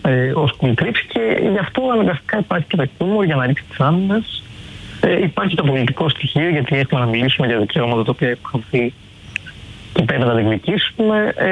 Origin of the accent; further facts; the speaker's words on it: Athens, Attica, Greece; Ναι, ναι, εγώ είμαι Αθηναίος, εγώ είμαι από το Μουτινί.